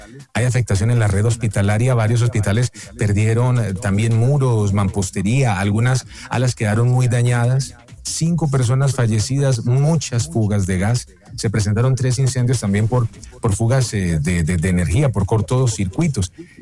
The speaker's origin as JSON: {"language": "Spanish", "town": "Armenia", "region": "Quindío", "country": "Colombia", "lives_now": "Manizales, Colombia", "said": "Si no, digamos que no tenía para dónde ir, porque nosotros somos de Armenia y no tenemos familia aquí en Manizales."}